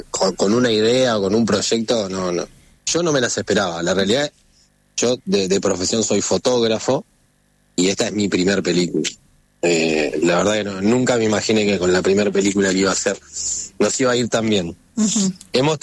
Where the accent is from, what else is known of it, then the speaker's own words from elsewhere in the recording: Buenos Aires, Argentina; now in San Luis, Argentina; teniendo en cuenta que yo vivo en San Luis, pero soy oriundo de la Ciudad Autónoma de Buenos Aires.